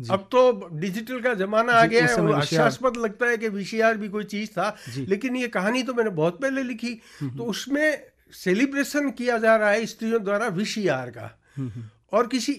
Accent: Rajasthan, India; जी हमारे राजस्थान में लोग धोती, पुरुष जो है वो धोती पहनते हैं

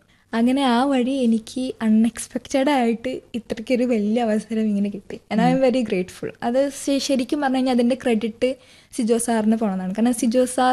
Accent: Kerala, India; ഞാൻ പറഞ്ഞു ഞാൻ മലയാളിയാണ്, കണ്ടാൽ തോന്നത്തില്ല എനിക്ക് ഹിന്ദി അറിയാം.

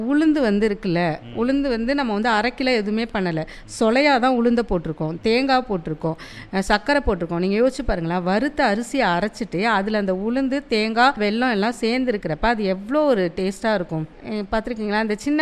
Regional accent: Thenkudi, India; தென்குடி தான் சார்.

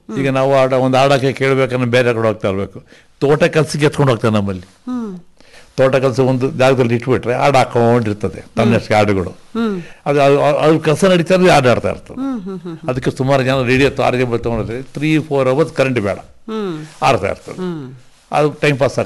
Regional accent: Bengaluru, Karnataka, India; also born or lived in Malur / Kodagu; ಬೆಂಗಳೂರು ಓದ್ತಿದ್ದೆ. ಅಲ್ಲಿ ನಮ್ಮ ತಾಯಿಯವರು ತುಂಬ ಕಷ್ಟ ಆಯಿತು, ಮಾಲೂರಿಗೆ ಹಾಕಿದ್ರು.

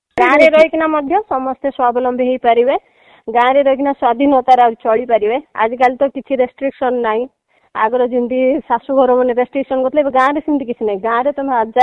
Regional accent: Jeypore, Odisha, India; ମୋ ଗାଁଟା ଜୟପୁର, ମୁଁ ଆସିକି ଏଠି ରହିଲି, ମୁଁ ବହୁତ ହସ ଖୁସିରେ ଅଛି

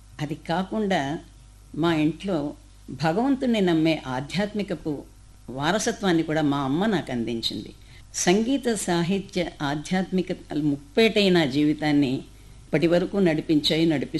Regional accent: Chennai, Tamil Nadu, India; born there; స్వాతంత్రం రాకపూర్వమే పుట్టానమ్మా నేను. మా నాన్నగారు 1927లోనే మద్రాసు యూనివర్సిటీకి వెళ్ళారట తెలుగు శాఖకి, కనుక అక్కడే పుట్టాను.

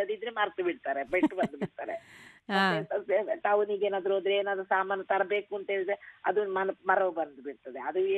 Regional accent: Kodagu, India; first language Kodava; Kannada is a second language; ನಾವು ಮೂಲತಃ ಕೊಡವ ಭಾಷೆಯವರು.

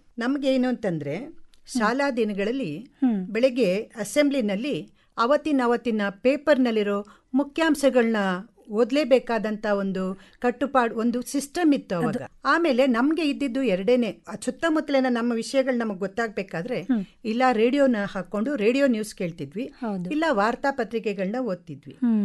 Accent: Mangalore, Karnataka, India; ನಾನು ದಕ್ಷಿಣ ಕನ್ನಡ ಜಿಲ್ಲೆ ಮಂಗಳೂರಿನವಳು. ನಮ್ದು ಮಧ್ಯಮ ವರ್ಗದ ಕುಟುಂಬ.

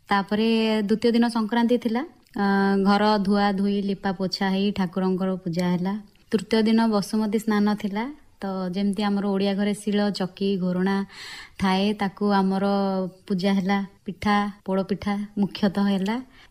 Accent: Puri, Odisha, India; born there; ଆଉ ମୁଁ ଓଡ଼ିଶାରେ ଜନ୍ମ ହେଇଛି, ସେଇଟା ବି ପୁରୀରେ ଶ୍ରୀକ୍ଷେତ୍ର ମାଟିରେ ଜନ୍ମ ହୋଇଛି, ସେଥିପାଇଁ ବହୁତ ଗର୍ବ ଅନୁଭବ କରେ।

